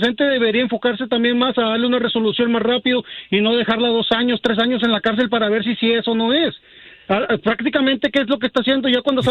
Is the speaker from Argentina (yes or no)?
no; Mexico; yo soy mexicano, pero mi esposa es del Salvador.